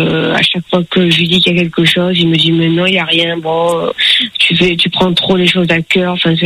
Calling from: Vaison-la-Romaine, Provence-Alpes-Côte d'Azur, France; Et je vis à Vaison-la-Romaine, dans le Vaucluse.

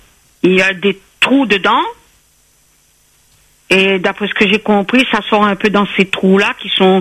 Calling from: Le Port, Réunion; En fait, moi j'habite vers le port.

